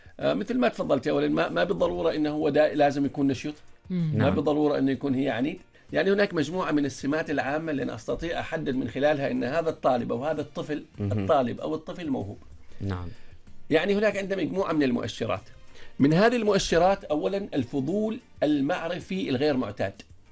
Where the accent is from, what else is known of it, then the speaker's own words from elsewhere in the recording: Oman; عندنا في عمان الآن جهود تبذل.